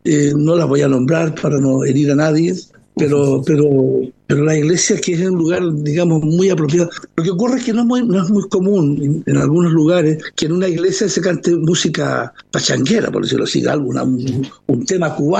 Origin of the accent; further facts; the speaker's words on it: Chile; also born or lived in Santa Brígida; now in Canary Islands, Spain; yo soy chileno